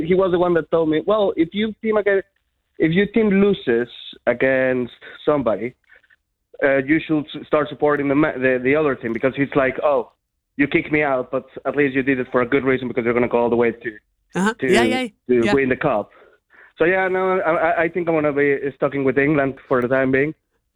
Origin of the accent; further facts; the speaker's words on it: Chihuahua, Mexico; moved away; also born or lived in Mexico City; I'm from Chihuahua, but I was born in Mexico City, and I have a family that lives not far away from the stadium, actually.